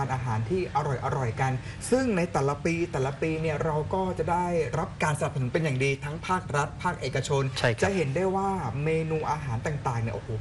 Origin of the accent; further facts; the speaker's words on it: Nakhon Sawan, Thailand; moved away; ด้วยความที่เราอาจจะติดรสชาติแบบนี้ของบ้านเราชาวจังหวัดนครสวรรค์ด้วยนะครับ